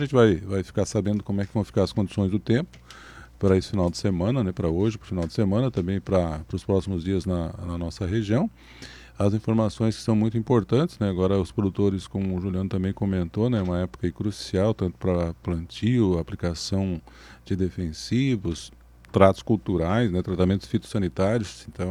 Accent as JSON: {"language": "Portuguese", "town": "Turvo", "region": "Santa Catarina", "country": "Brazil", "tie": "born or raised there", "said": "talvez a comunidade pioneira mais antiga aqui de Turvo Região, também a minha terra natal, né, Turvo Baixo."}